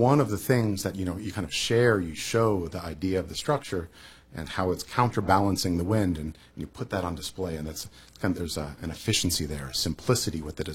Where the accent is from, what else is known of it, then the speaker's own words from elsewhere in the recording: New York City, New York, United States; now in Chicago, United States; I'm from New York. I'm a New Yorker. Yeah, yeah. I moved to Chicago 11 years ago.